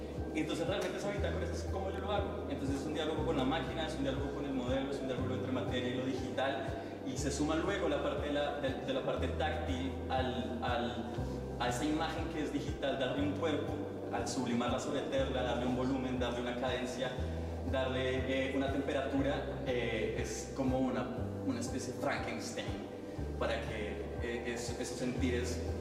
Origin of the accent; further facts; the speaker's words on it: Bogotá, Colombia; soy de Bogotá, Colombia.